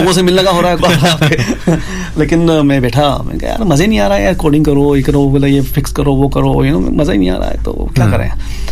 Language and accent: Hindi; Rajasthan, India; देखो मैं तो राजस्थान से हूँ मारवाड़ी खून है